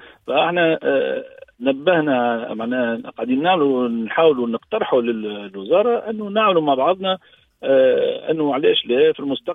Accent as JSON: {"language": "Arabic", "country": "Tunisia", "said": "احنا تعرف في تونس"}